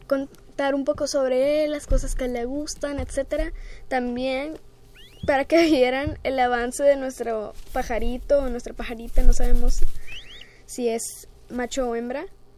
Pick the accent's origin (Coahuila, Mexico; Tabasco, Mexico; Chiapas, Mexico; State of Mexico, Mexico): Coahuila, Mexico; Múzquiz